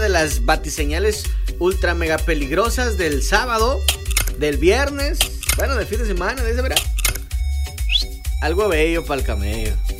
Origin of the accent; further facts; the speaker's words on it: Mexico; yo crecí aquí en el Fobiste 2. Pero con el paso del tiempo fuimos cambiando de casa. Luego a la Buenos Aires.